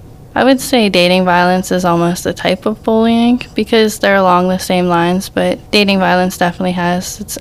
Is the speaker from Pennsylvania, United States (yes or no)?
yes; South Allegheny, Pennsylvania, United States; I'm 16 from South Allegheny.